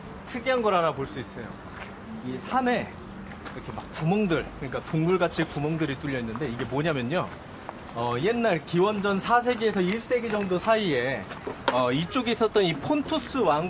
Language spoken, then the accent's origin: Korean; South Korea; 너도 여기 프린스니? 나도 한국에서 온